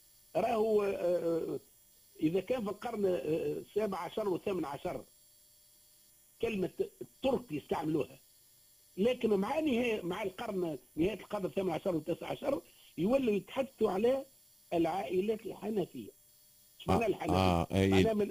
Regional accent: Gafsa, Gafsa Governorate, Tunisia; القبرصلي عندنا في قفصة

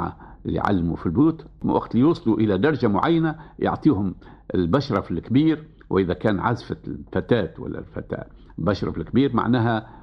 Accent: Tunisia; عندنا في تونس

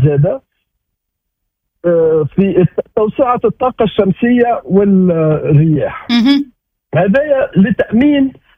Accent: Tunisia; احنا في تونس

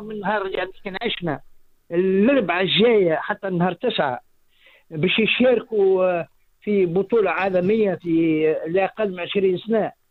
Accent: Tunisia

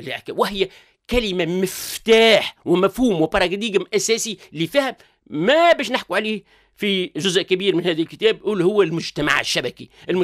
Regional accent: Kasserine Governorate, Tunisia; born there; moved away

